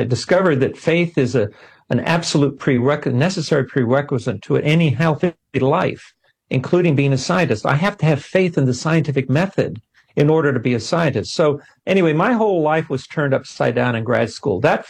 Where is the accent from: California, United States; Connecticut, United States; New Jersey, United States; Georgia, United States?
California, United States; Los Angeles; born there; I was born in East Los Angeles